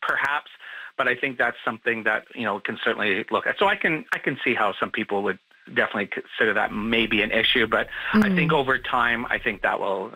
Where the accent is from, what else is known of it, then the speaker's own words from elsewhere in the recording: Winnipeg, Manitoba, Canada; now in Toronto, Canada; I'm originally from Winnipeg, so I always look at Toronto as the major hub of everything, you know, progressive.